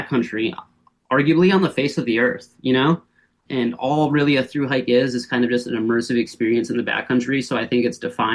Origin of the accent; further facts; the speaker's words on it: Alaska, United States; To give some context, I was born in Alaska. I'm from Alaska. But my family moved around a lot, so I had zero backcountry experience in Alaska up until this hike.